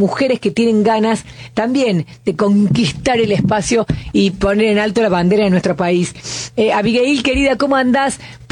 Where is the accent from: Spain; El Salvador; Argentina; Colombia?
Argentina; Córdoba; yo soy cordobesa